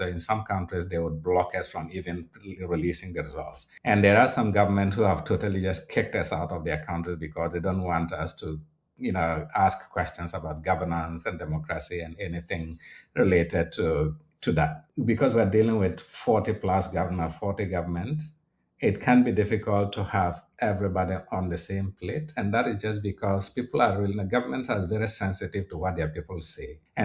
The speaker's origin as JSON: {"language": "English", "country": "Ghana", "said": "I'm originally from Ghana."}